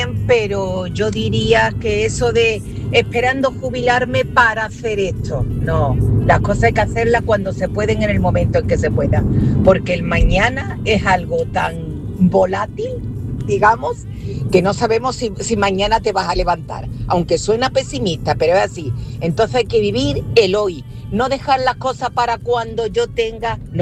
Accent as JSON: {"language": "Spanish", "town": "Marbella", "region": "Andalusia", "country": "Spain", "said": "Hola, buenas tardes … de Marbella."}